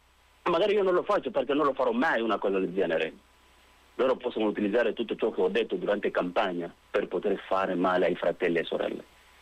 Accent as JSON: {"language": "Italian", "country": "Mali", "moved": "yes", "lives_now": "Italy", "said": "Ma io sono africano, sono nero, sono del Mali."}